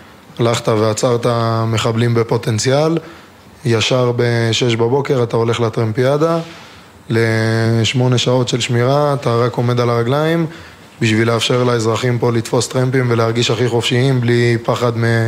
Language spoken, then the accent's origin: Hebrew; Gan Yavne, Central District, Israel; אני בן 19 מגן יבנה